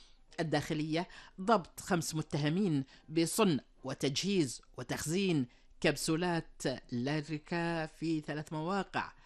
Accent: Kuwait; ديرتنا الحبيبة الكويت

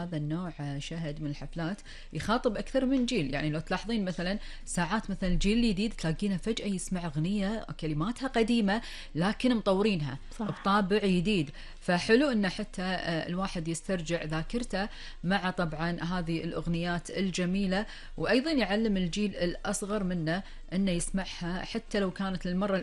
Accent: Kuwait; تراثنا الغنائي في ديرتنا الحبيبة الكويت.

